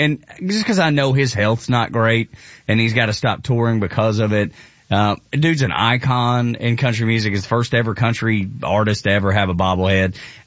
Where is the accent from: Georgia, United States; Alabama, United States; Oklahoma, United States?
Georgia, United States; I was from Northwest Georgia.